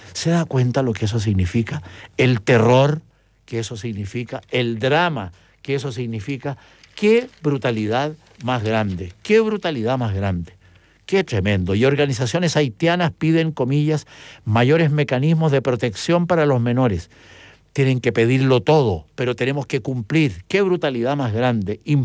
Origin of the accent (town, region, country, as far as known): Chile